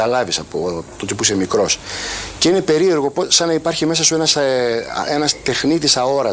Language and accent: Greek; Thessaloniki, Central Macedonia, Greece; Είμαι Σαλονικιός και το ραδιόφωνο μας έπιανε τις μουσικές αυτές.